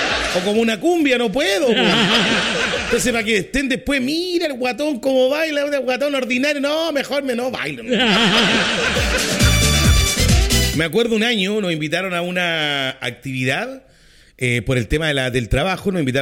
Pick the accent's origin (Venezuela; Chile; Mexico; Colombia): Chile; Mira, me encanta la cueca. Soy chileno, me encanta la cueca.